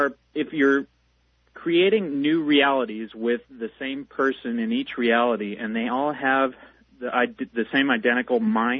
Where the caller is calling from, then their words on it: Santa Maria, California, United States; in Santa Maria, California